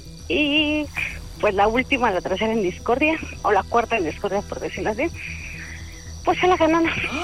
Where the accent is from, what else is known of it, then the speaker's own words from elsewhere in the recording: Ecatepec, State of Mexico, Mexico; Tengo 31 años